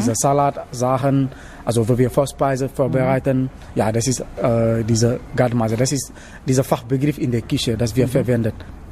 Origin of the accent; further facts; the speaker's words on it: Dakar, Senegal; German is a second language; now in Germany; Ja, ich komme genau da im Hauptstadt, also in einer Teile in der Stadtviertel.